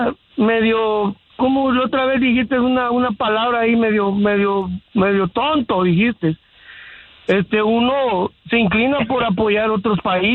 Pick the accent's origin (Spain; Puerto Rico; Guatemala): Guatemala; Porque soy chapín, mano.